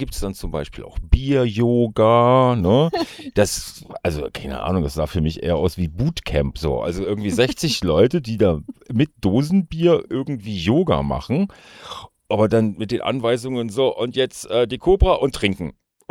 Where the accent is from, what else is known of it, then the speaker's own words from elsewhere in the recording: North Rhine-Westphalia, Germany; ich komme halt aus dem Ruhrpott